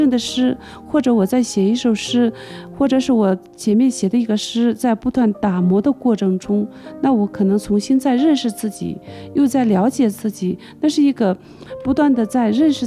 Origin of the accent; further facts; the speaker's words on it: Rinbung, Tibet, China; now in Lhasa, China; 我是出生在日喀则，确切说就在仁布，那时候是一个小山村，特别小的一个山村，但是至今我觉得这是一个最美的山村。